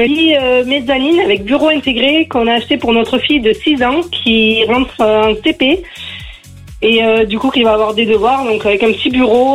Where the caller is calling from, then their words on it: Livron-sur-Drôme, Auvergne-Rhône-Alpes, France; J'habite à Livron-sur-Drôme, à côté de Valence